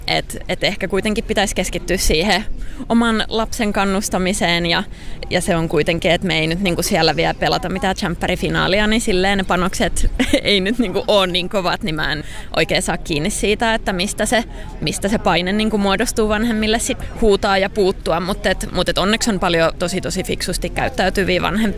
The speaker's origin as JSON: {"language": "Finnish", "town": "Salo", "region": "Southwest Finland", "country": "Finland"}